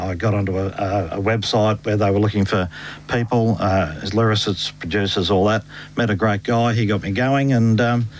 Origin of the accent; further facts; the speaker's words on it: Cobram, Victoria, Australia; also born or lived in Beechworth; now in Geelong, Australia; born in Beechworth and spent the best years of my childhood in Cobram in northeast Victoria. Then we came to Geelong in 1969 and back to Tokemall in 74 and then back to Geelong in 75